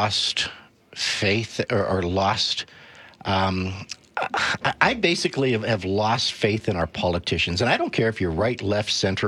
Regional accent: Alberta, Canada; and as a Canadian and as an Albertan, it does turn me off.

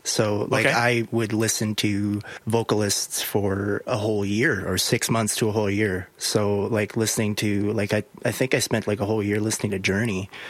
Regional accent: Wabasca, Alberta, Canada; Yeah, so I grew up in Wabasca. It's about 3 hours north of Edmonton. A little small town, a little bit of municipality, a little bit of reserve.

